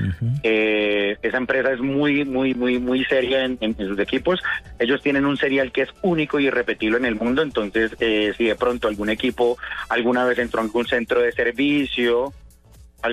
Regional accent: Colombia; todo, absolutamente todos somos colombianos, los que los traen somos colombianos

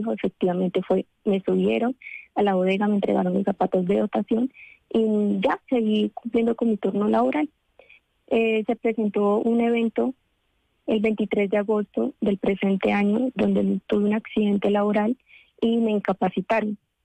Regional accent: Tolima, Colombia; como vengo de Tierra Caliente, soy del Tolima, entonces pues que no se me dificultaba utilizar tacones dentro de la tienda.

